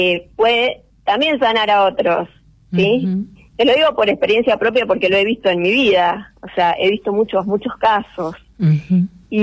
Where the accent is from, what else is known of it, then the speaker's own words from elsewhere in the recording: Buenos Aires, Argentina; born there; moved away as an adult; now in Chilecito, Argentina; Yo soy de Buenos Aires, yo nací en Ciudad de Buenos Aires, y hace 15 años que vivo acá en Chilecito.